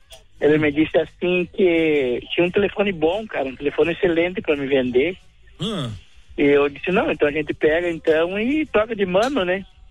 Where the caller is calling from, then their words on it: Lagoa Vermelha, Rio Grande do Sul, Brazil; eu sou aqui do Lagoa Vermelha, sou deficiente visual